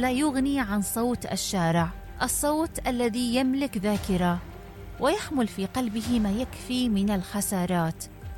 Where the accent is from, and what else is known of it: Iraq